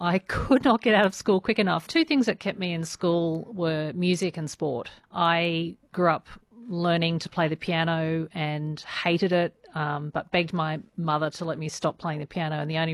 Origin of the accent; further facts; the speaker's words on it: Sydney, New South Wales, Australia; So I was born in Sydney. I grew up on the northern beaches.